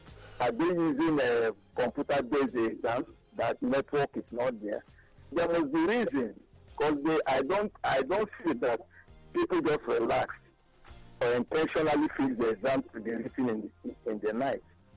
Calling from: Eba, Nigeria; I'm from Eba.

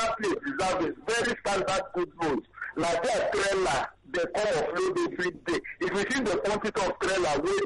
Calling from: Nigeria

